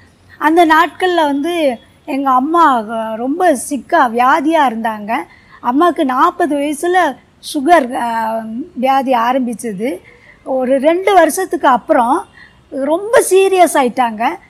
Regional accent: Kunnathur, Tamil Nadu, India; first language Urdu; Tamil is a second language; நான் திருநெல்வேலி மாவட்டத்தில் நெல்லை டவுன்ல இருந்து அரை மணி நேரம் நடக்கிற தூரத்தில் இருக்கிற குன்னத்தூர் என்ற ஒரு கிராமத்தில் ஒரு இஸ்லாமியர் குடும்பத்தில் நான் மூணாவது மகளாக பிறந்தேன்.

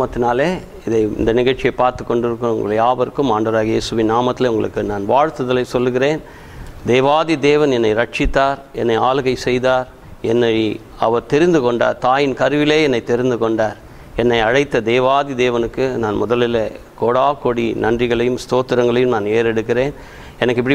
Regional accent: Chennai, Tamil Nadu, India; born or raised there

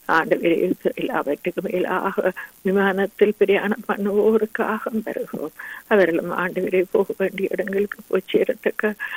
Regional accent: Sri Lanka; இலங்கை தேசத்தில் ஐயா உங்களோட அன்பை பரிமாறும் பிள்ளைகளுக்காக நாங்க பிறந்து வளர்ந்த தேசத்துக்காக

